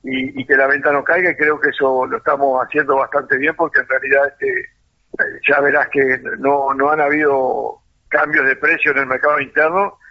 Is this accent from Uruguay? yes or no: yes; Uruguay